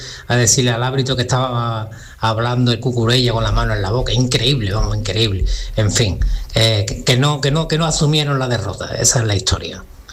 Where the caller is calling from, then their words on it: Seville, Andalusia, Spain; de Sevilla.